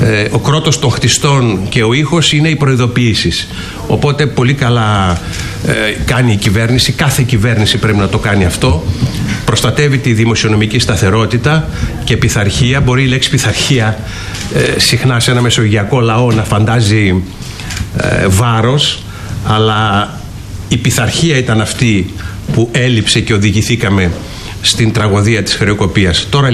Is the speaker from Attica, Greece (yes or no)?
no; Ioannina, Epirus, Greece; ανακοίνωσε χθες στα Γιάννενα ο Υπουργός Οικονομικών με αφορμή ένα αναπτυξιακό συνέδριο που γινόταν εκεί στην πατρίδα μου